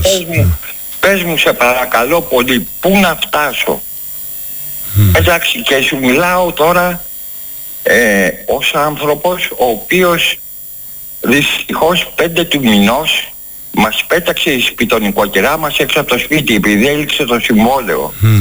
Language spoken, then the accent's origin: Greek; Greece; ως Έλληνες